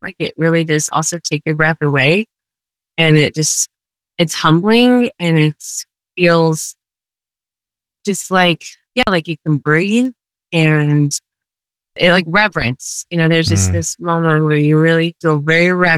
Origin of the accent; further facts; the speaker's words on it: Durango, Colorado, United States; And I'm from Durango, Colorado.